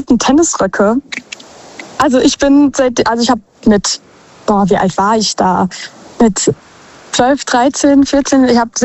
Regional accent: Mannheim, Baden-Württemberg, Germany; Aus Mannheim.

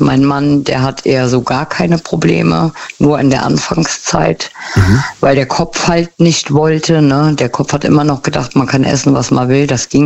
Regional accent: Westerwald, Germany; Aus dem Westerwald.

